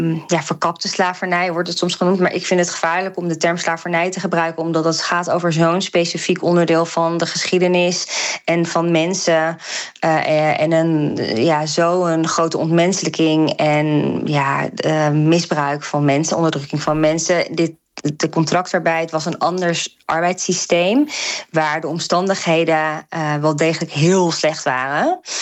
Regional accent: Netherlands; de multiculturele identiteit die we hebben als Nederlanders

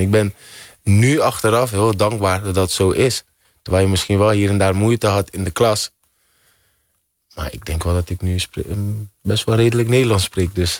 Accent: Curaçao; ik ben trots dat ik van Curaçao kom.

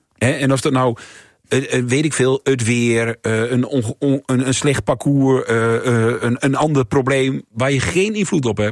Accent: Overijssel, Netherlands; ik kom uit Twente.

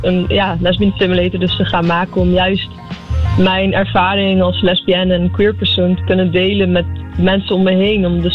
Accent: Zeeland, Netherlands; moved away as an adult; also born or lived in Breda; now in Amsterdam, Netherlands; Maar ik kwam ook uit Zeeland. En dat is iets waar queer zijn niet echt gezien wordt. En ook besproken wordt. Ik heb ook een tijdje in Breda gewoond.

